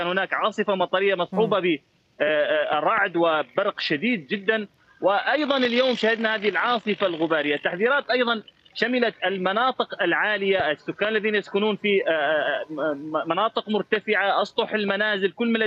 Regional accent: Deir ez-Zor Governorate, Syria; عندنا بعموم محافظة دير الزور

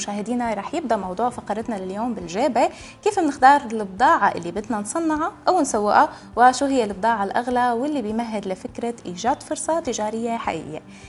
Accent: Homs, Homs Governorate, Syria; moved away; بما أني من حمص وعندي كتير سفرات لهنيك

